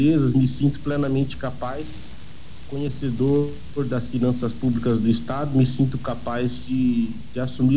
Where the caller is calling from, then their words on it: Campo Grande, Mato Grosso do Sul, Brazil; Eu falo de Campo Grande.